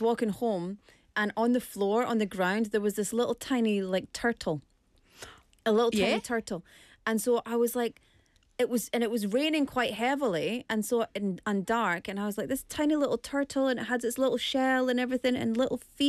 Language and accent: English; Scotland, United Kingdom; growing up in Scotland, we would say stone is if it's big.